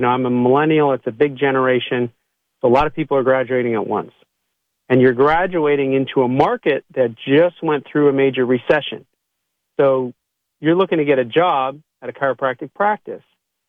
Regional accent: Canada; I'm originally from Canada.

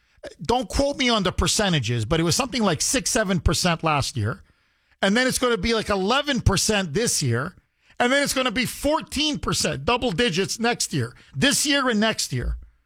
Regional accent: Massachusetts, United States; And I'm an American, born, raised on the Cape, 40 years.

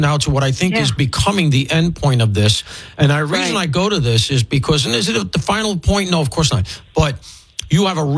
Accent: Queens, New York, United States; But you know what? Where I grew up in Queens, a lot of my childhood, we had everything under the sun

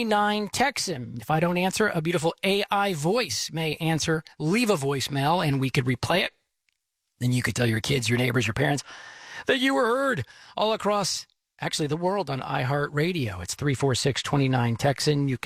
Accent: Texas, United States; I am from Texas. I am based in Texas.

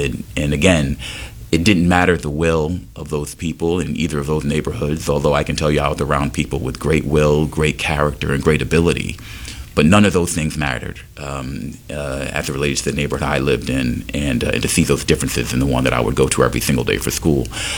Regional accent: New York City, New York, United States; I grew up actually in South Jamaica, Queens, New York, and I grew up there.

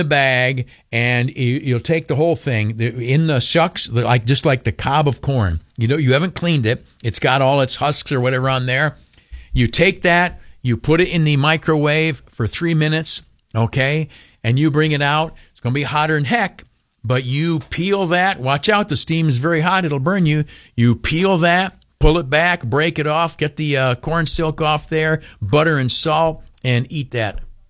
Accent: United States; I'm an American. I'm a veteran of the Army.

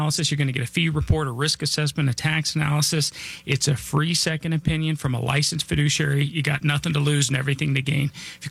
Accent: Denver, Colorado, United States; I was born and raised here in Denver.

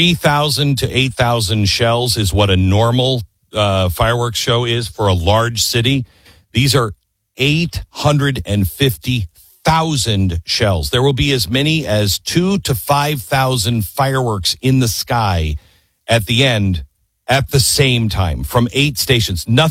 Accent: Seattle, Washington, United States; Okay, I'm 18 years old. I'm from Seattle. I've never seen a beltway.

